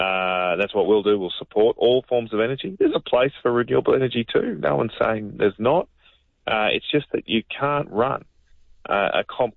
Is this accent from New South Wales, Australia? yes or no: no; Queensland, Australia; But being a Queenslander, I don't panic